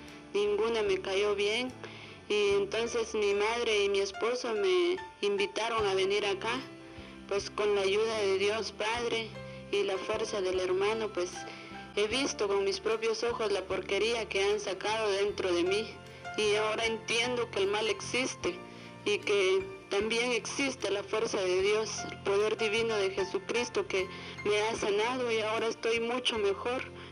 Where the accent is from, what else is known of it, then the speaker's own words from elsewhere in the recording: San José Pinula, Guatemala Department, Guatemala; vengo de una aldea de San José Pinula.